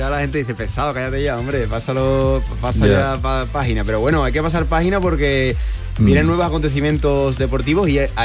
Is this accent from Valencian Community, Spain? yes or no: no; Seville, Andalusia, Spain; born there; O sea, que yo nací en Sevilla y aquí agua tenemos poco.